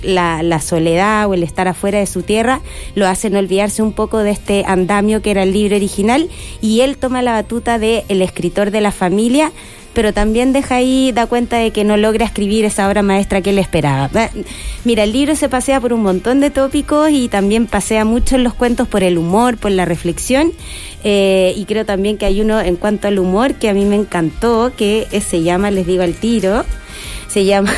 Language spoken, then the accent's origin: Spanish; Chile